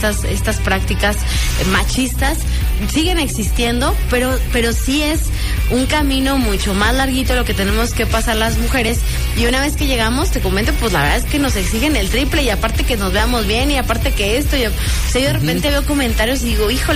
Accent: Mexico; esta explicación muy detallada de la narrativa que tenemos que tener como mexicanos ante este intento

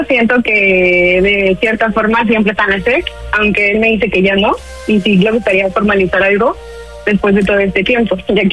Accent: Cuernavaca, Morelos, Mexico; Hola, soy de Cuernavaca y tengo 32 años.

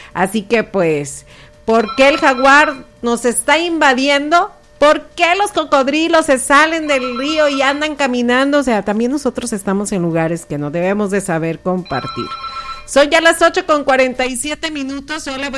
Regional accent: Nayarit, Mexico; Así somos los nayaritas.

